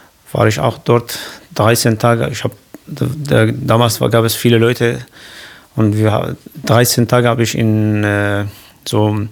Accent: Syria; German is a second language; moved away as an adult; now in Ludwigsfelde, Germany; ich bin Deutscher geworden. Ja, ich habe Reisepass und alles, aber ich fühle mich jetzt Syrer und Deutscher

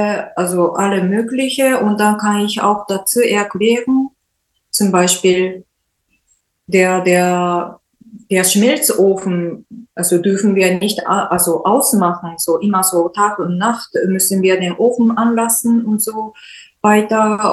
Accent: Japan; German is a second language; now in Germany; ich wollte eigentlich in meiner Heimat also weiter wohnen, aber bei ihm war es ein bisschen schwierig, also in Japan zu wohnen

